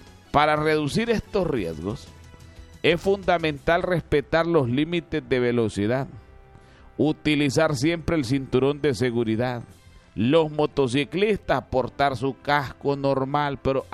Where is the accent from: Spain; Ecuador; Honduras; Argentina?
Honduras; nosotros los hondureños.